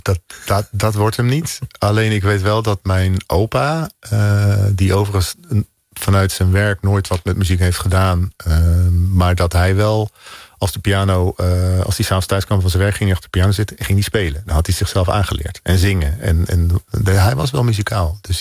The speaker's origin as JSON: {"language": "Dutch", "region": "Zeeland", "country": "Netherlands", "tie": "born or raised there", "said": "mijn ouderlijk huis in Oosterburg, dat lag tussen, het ligt nog steeds tussen Middelburg en Vlissingen, waar ik ben opgegroeid."}